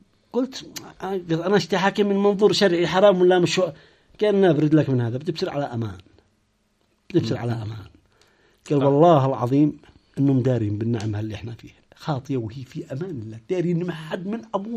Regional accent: Yemen; كيمني كمواطن مش كإعلامي.

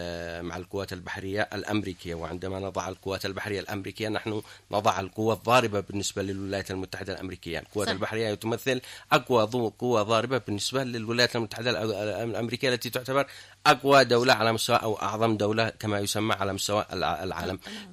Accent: Yemen; حتى بالنسبة لنا كيمنيين.

